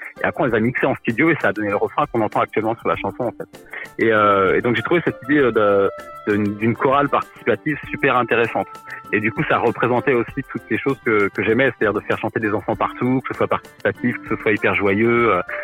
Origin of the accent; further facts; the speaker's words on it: Sevran, Île-de-France, France; Mon enfance à Sevran, dans le 93.